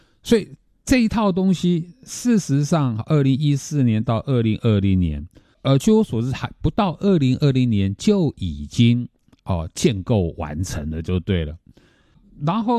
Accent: Taiwan; 这个也造成我们台湾人很多的困扰

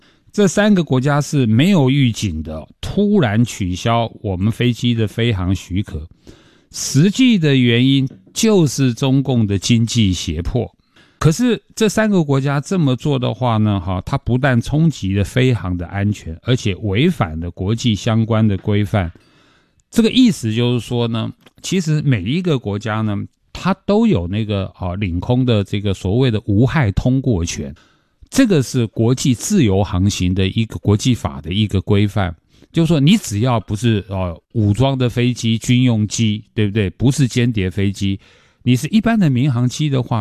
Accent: Taiwan

